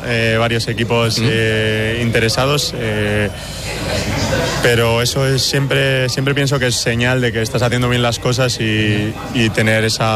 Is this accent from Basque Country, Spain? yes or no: yes; Guernica, Basque Country, Spain; soy de Guernica, un pueblo tranquilo, un pueblo pequeñito